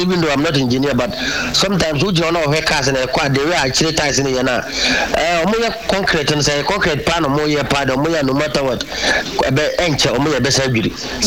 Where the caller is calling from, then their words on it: Patasi, Ashanti, Ghana; I'm calling from Patasi.